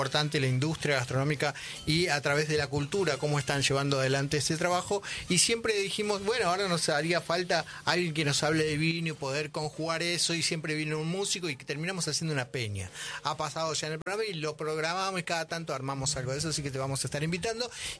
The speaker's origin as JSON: {"language": "Spanish", "region": "San Juan", "country": "Argentina", "tie": "born or raised there", "said": "cuando éramos chicos, íbamos, somos de San Juan"}